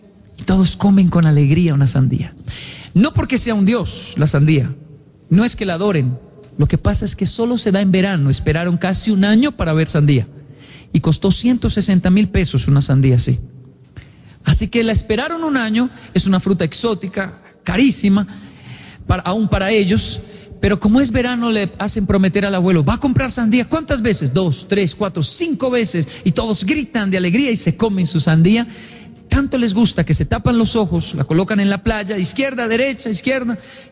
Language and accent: Spanish; Bogotá, Colombia; yo soy de Ciudad Bolívar.